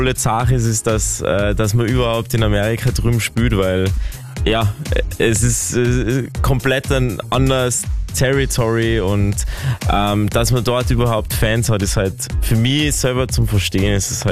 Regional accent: Tyrol, Austria; accent: Tyrolean; Wiener Schmäh ist nur in Wien, ich rede Tirolerisch. Ich kann Tirolerisch.

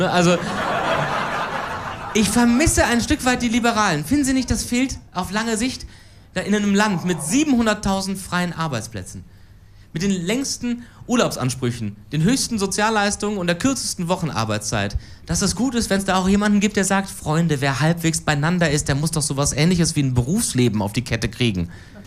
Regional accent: Cologne, North Rhine-Westphalia, Germany; Aber ich glaube schon, dass ich als Kölner zwar irgendwann in Köln leben werde

